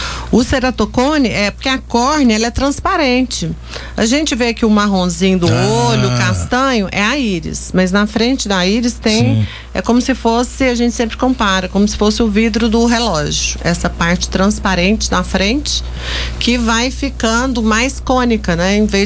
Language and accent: Portuguese; Itapuranga, Goiás, Brazil; now in Anápolis, Brazil; Itapuranga